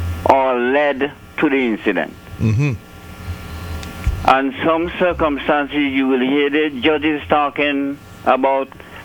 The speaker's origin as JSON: {"language": "English", "country": "St. Vincent & Grenadines", "tie": "born or raised there", "said": "And if you read in the eyewitness news in my hometown, St. Vincent and the Grenadines"}